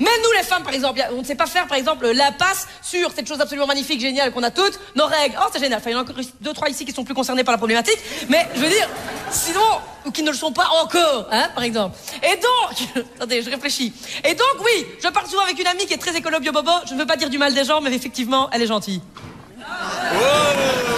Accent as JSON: {"language": "French", "town": "Liège", "region": "Wallonia", "country": "Belgium", "said": "Donc moi... je suis liégeoise et puis je fais très très attention à la planète."}